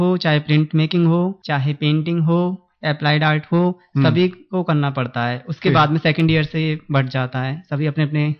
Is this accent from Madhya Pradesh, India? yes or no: no; Mathura, Uttar Pradesh, India; मेरा जन्म इस मथुरा में हुआ है तो मुझे इस ब्रजभूमि से बहुत ज्यादा लगाव है।